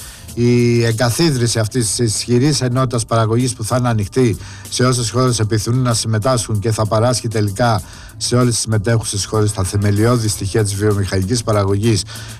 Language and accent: Greek; Greece; ειδικά εγώ σαν Έλληνας, είναι προσωπική μου άποψη καθαρά, όταν ξέρω ότι είμαι στην άκρη της Ευρώπης, είμαι ο ακρίτας της Ευρώπης